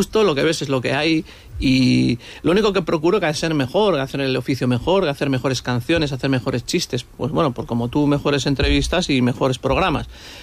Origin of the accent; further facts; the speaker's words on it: San Sebastián, Basque Country, Spain; soy un chico de Donosti vasco, de nuestra cultura, y al final siempre me puedo apoyar ahí. O sea, ante la duda yo puedo hablar de nuestras locuras de Donosti, de ser guipuzcoano, de lo diferente que es ser de Bilbao y ser de Donosti, de ser vasco